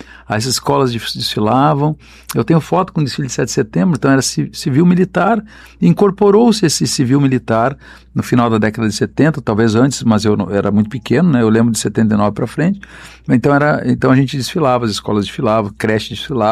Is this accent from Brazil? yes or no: yes; Santiago, Rio Grande do Sul, Brazil; also born or lived in Santa Maria, Brazil / Porto Alegre, Brazil; Eu nasci numa cidade militar, nasci em Santiago, estudei em Santa Maria. Passei algumas vezes por Porto Alegre, então meu trânsito era Santiago, Santa Maria e Porto Alegre, esse eixo do maior contingente militar do Brasil, né, o Terceiro Exército. Nasci e me criei ao fundo do quartel-general.